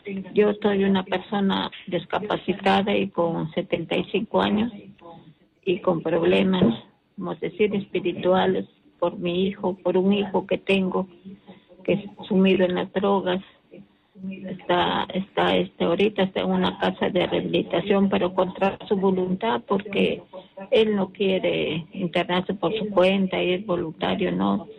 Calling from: Piura, Peru

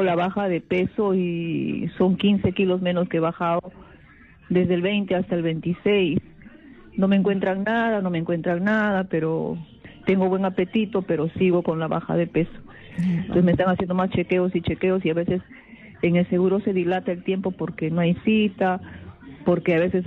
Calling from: Villa El Salvador, Lima, Peru; de Villa Salvador.

